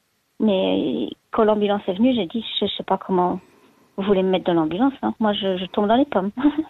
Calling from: La Tour-de-Peilz, Vaud, Switzerland; La tour de Passem, près de Vevey, entre Vevey et Montreux.

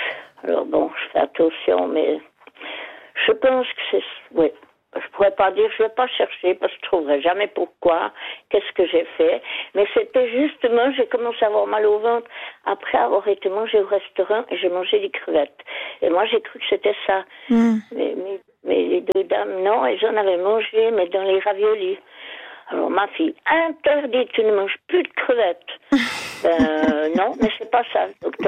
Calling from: Vaud, Switzerland

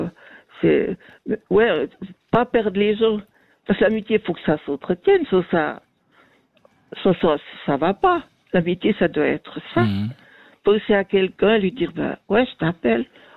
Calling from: Fribourg, Switzerland; moi j'habite au Gruyère, j'organise en Gruyère.

